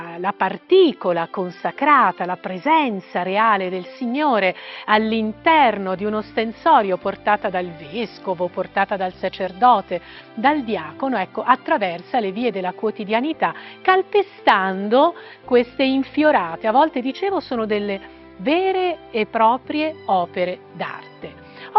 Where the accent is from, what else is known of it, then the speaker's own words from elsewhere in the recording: Umbria, Italy; Nella mia terra umbra non posso non ricordare l'infiorata di Spello, ma davvero questa è una bellissima tradizione.